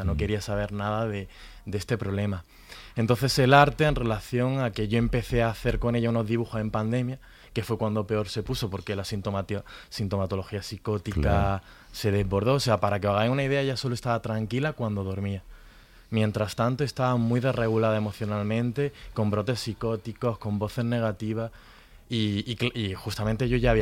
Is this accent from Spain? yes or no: yes; Granada, Andalusia, Spain